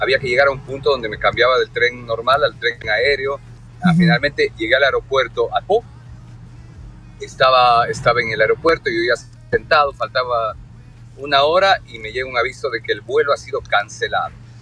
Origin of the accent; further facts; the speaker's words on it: Cuenca, Azuay, Ecuador; Ya hasta que me salió lo cuencano